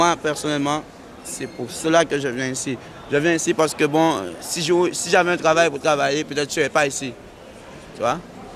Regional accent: France

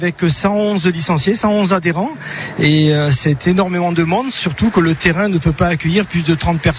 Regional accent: Nice, Provence-Alpes-Côte d'Azur, France; born there; Niçois, oui, je suis né à Nice, je suis né dans ce même quartier

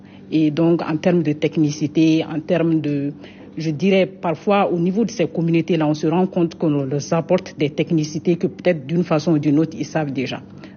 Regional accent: Mali

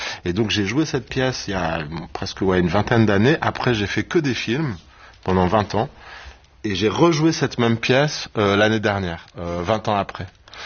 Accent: Ivry-sur-Seine, Île-de-France, France; quand j'étais donc lycéen aux ateliers théâtre d'Ivry-sur-Seine, là où j'ai grandi

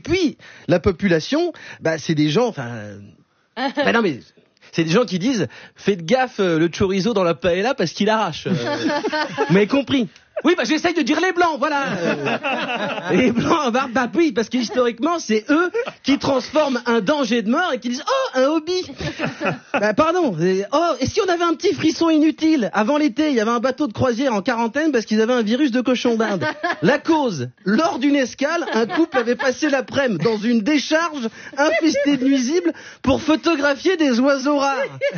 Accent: Vaulx-en-Velin, Auvergne-Rhône-Alpes, France; Moi, je suis né à Voix-en-Velin. L'escape game, il a commencé à ma naissance. J'y suis encore.

